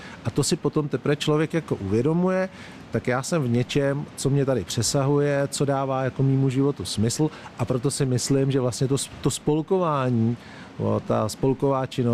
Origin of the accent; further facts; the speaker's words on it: Prague, Czechia; born there; já jsem z Libně, z Prahy